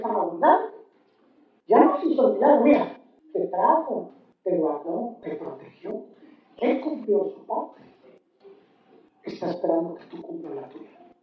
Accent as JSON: {"language": "Spanish", "country": "Guatemala", "said": "Fíjense que en mi país, Guatemala, usted quiere comer algo, solo tiene que hacer esto, miren, miren, solo eso, miren."}